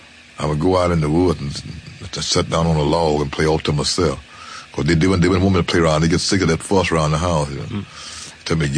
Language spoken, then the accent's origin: English; Memphis, Tennessee, United States; And I'm from Memphis.